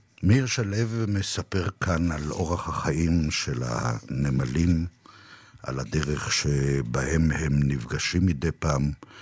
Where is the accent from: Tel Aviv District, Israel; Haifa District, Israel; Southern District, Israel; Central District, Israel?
Tel Aviv District, Israel; Herzliya; ביתי כילד בהרצליה היה מוקף שדות ומאחוריהם פרדסים.